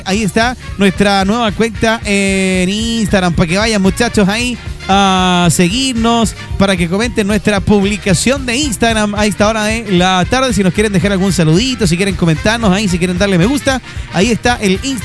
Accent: Chile

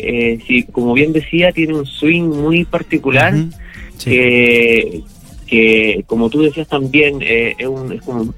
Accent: Valparaíso, Chile; Somos oriundos de la zona centro. Ya, Somos directamente de Valparaíso y Viña del Mar.

